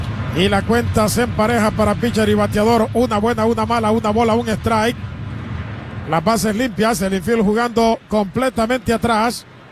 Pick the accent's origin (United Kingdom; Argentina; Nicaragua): Nicaragua; allá en Nicaragua, en mi tierra natal.